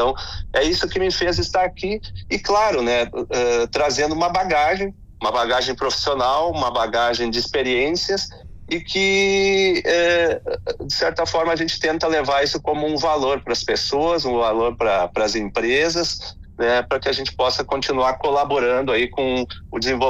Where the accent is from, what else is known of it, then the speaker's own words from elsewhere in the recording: Rio Grande do Sul, Brazil; como bom italiano da serra